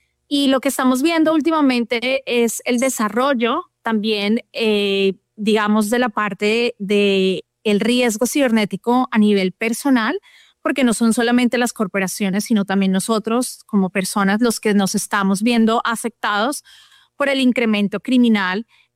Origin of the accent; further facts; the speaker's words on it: Colombia; somos muchos colombianos en esta línea de negocios